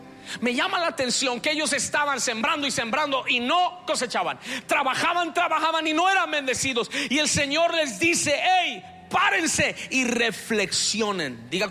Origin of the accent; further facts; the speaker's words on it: Bogotá, Colombia; moved away as an adult; now in Houston, United States; Nosotros en Bogotá toda la gente feliz.